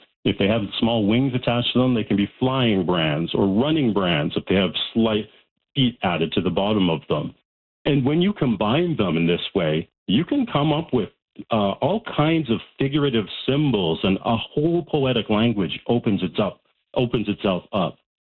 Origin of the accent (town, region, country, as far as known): Alberta, Canada; born or raised there